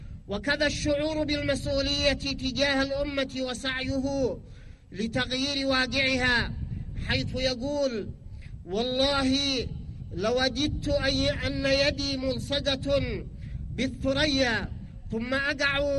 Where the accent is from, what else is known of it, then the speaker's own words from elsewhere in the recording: Yemen; ونحن كشعب يمني مؤمن معنيون بأن نتحرك لنتصدى لأعدائنا